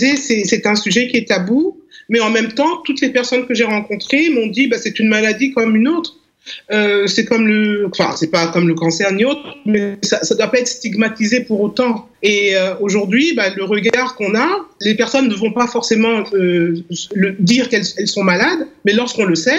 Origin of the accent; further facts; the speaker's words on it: DR Congo; ici chez nous en RDC